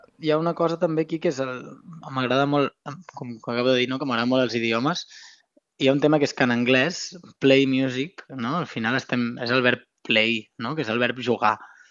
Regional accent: Vilassar, Catalonia, Spain; Premià de Mar, que és el poble del costat de Vilassar, que és d'on soc i on visc

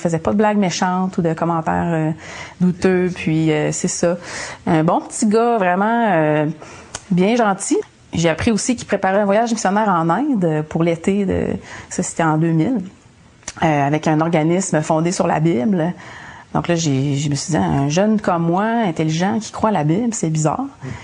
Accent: Saint-Félicien, Quebec, Canada; Moi, j'ai grandi au Lac-Saint-Jean, Saint-Félicien. Je suis la plus jeune d'une famille de 5 enfants. Et puis, c'est une famille typiquement québécoise, normale, avec des bons parents. Mes parents m'ont toujours amené à l'église catholique pour la messe quand j'étais petite.

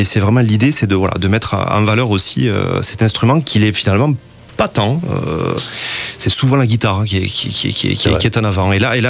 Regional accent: Occitanie, France; Alors moi, je suis occitan.

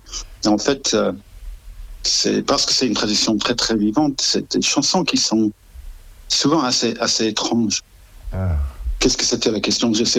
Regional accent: England, United Kingdom; French is a second language

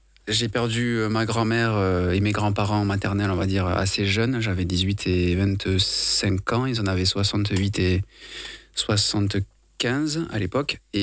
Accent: Condom, Occitanie, France; Oui tout à fait, je viens du Gers de Condom précisément

